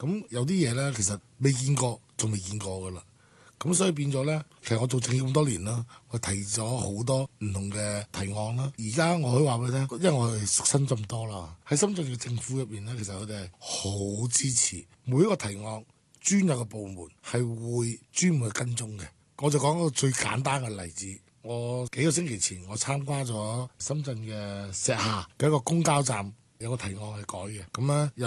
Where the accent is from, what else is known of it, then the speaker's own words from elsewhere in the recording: Hong Kong; 我哋香港人要把握呢個機會